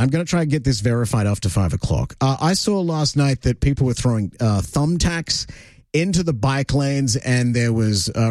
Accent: Australia; moved away; I'd travel to my home country

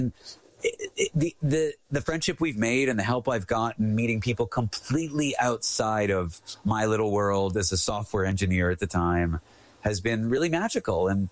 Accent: Canada; And I said, George, I'm Canadian. I know who you are.

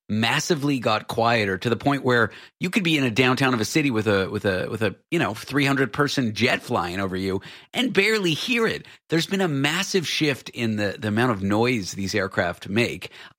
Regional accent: Toronto, Ontario, Canada; Like, I grew up in Toronto going to the Sky Dome, okay?

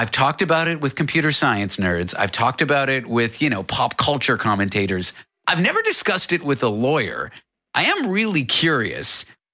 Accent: Toronto, Ontario, Canada; now in New York, United States; I'm from Toronto, Canada. That's my hometown. I live in New York now.

